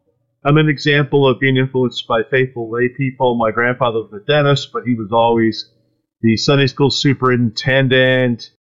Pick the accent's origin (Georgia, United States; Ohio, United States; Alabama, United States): Ohio, United States; Lakewood; I'm from Lakeland, Ohio, which is a suburb just west of Cleveland. I was raised in a very large family. I'm the oldest of eight kids.